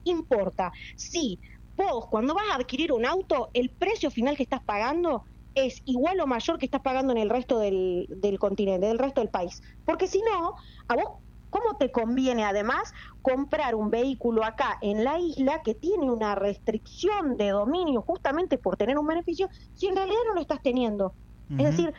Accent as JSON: {"language": "Spanish", "region": "Tierra del Fuego", "country": "Argentina", "said": "los beneficiarios somos los fueguinos"}